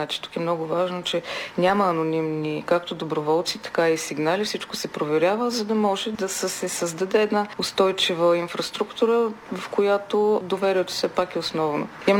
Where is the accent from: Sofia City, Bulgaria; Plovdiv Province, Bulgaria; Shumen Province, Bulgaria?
Plovdiv Province, Bulgaria; Plovdiv; аз съм от Пловдив